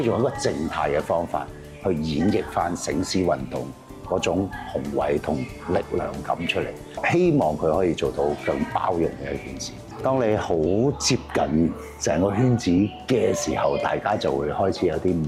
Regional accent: Lingnan, China; 我們南方人也好、嶺南人也好，包括我們中華民族也好

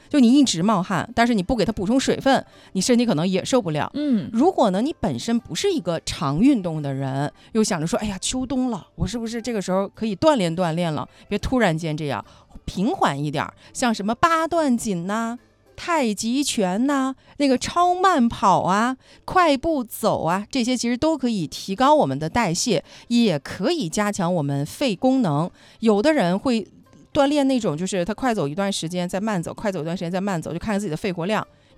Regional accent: China

